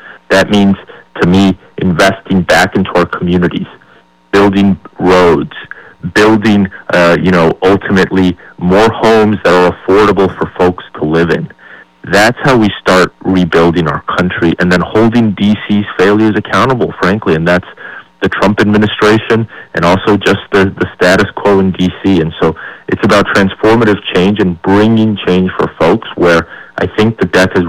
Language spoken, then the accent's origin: English; Hudson, New Hampshire, United States; now in Moultonborough, United States; But I grew up down in Hudson. So I grew up down in Hudson. My mom was an ICU nurse at Catholic Medical.